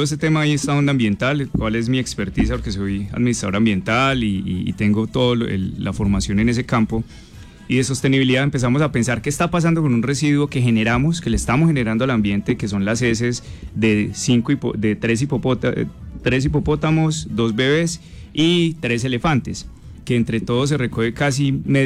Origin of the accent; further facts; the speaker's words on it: Pereira, Risaralda, Colombia; somos todos los pereiranos los dueños de Ucumarí.